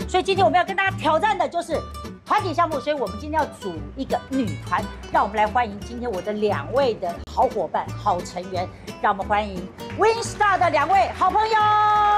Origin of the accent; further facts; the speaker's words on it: Hualien County, Taiwan; 我的母亲是来自花莲阿美族，对，我的家乡在凤梨。